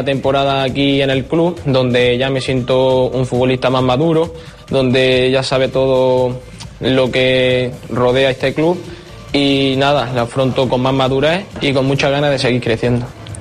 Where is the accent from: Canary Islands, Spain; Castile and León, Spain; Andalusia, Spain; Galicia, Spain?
Andalusia, Spain; Granada; yo soy de Granada, tengo a mi familia, a bastantes amigos, donde he crecido allí futbolísticamente desde la cantera